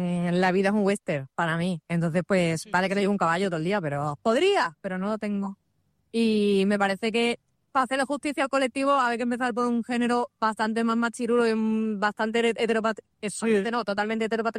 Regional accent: Seville, Andalusia, Spain; yo soy sevillana, pero...

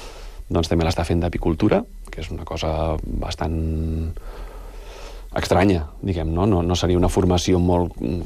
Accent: Catalonia, Spain; moved away as an adult; now in Sant Cugat del Vallès, Spain; jo soc del Penedès, en realitat, i porto aquí vora de 20 anys

